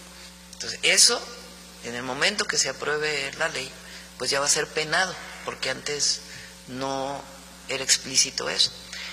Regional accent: Mexico; nosotros nos interesa México, porque somos mexicanos y porque soy la presidenta de México.

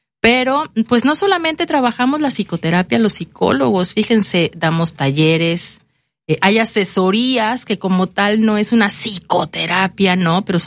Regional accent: Veracruz, Mexico

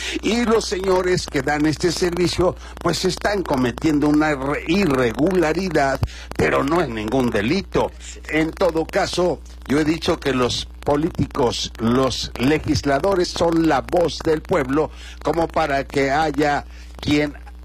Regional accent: Guerrero, Mexico; somos guerrerenses.

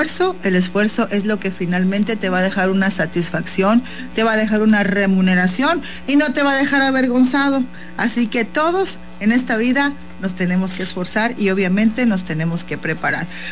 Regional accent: Mexico; nuestra mentalidad debe de cambiar como mexicanos

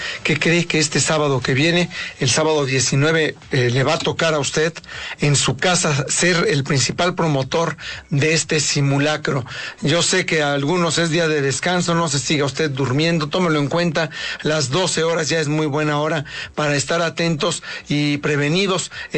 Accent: Puebla, Mexico; Entonces, como poblanos, y fíjate qué oportunidad para las familias

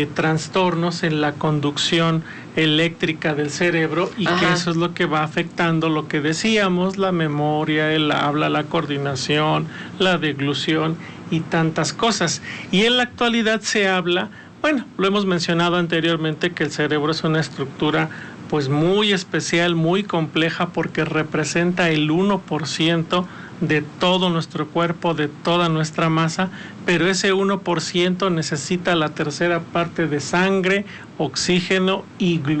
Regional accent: Mexico; hablando de esa realidad de nosotros como mexicanos

